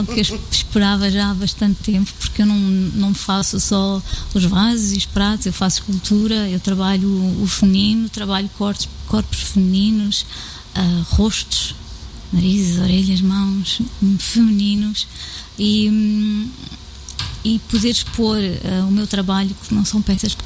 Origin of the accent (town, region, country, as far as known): Abrantes, Centro, Portugal; born there; also born or lived in Angola